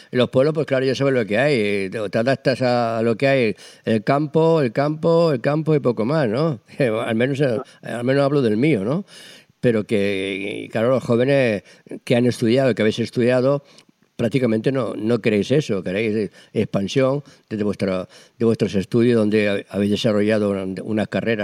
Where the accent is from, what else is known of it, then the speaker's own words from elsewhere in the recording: Linares, Andalusia, Spain; now in Castelldefels, Spain; la fiesta de mi pueblo, Estación Linares Baeza, que de ahí soy yo, de ahí nací yo. Nací en Linares, sí. Pero bueno, a 7 kilómetros está la Estación Linares Baeza.